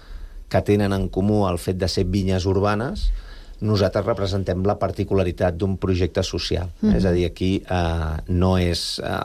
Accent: Barcelona, Catalonia, Spain; i donat que som barcelonins

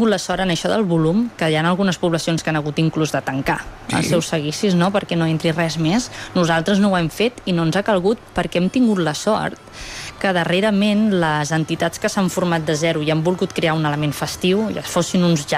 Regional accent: Reus, Catalonia, Spain; Jo sé que sóc de Reus

